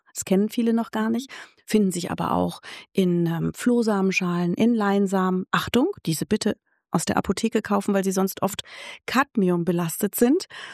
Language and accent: German; Berlin, Germany; ich komme aus Berlin